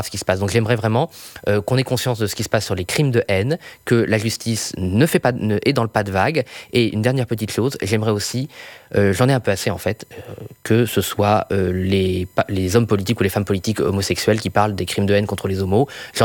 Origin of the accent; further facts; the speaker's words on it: Brittany, France; moi, je suis breton, je suis superstitieux, donc j'essaie de limiter mes rêves. Et comment dire, et voilà, j'étais en Bretagne dans ma famille